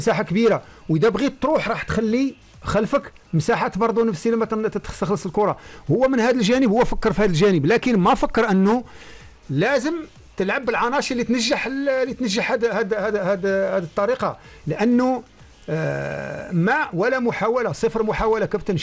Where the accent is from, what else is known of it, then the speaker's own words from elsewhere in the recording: Morocco; وكلنا كمغاربة